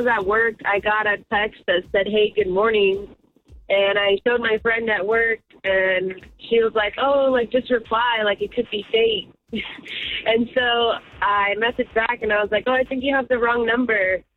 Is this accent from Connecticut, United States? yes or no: no; Stockton, California, United States; I'm from Stockton.